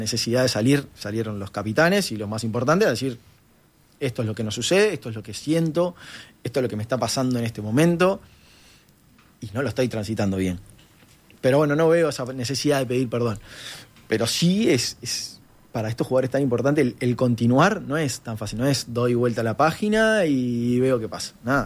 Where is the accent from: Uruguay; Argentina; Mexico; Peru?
Uruguay; como uruguayos no podemos perder eso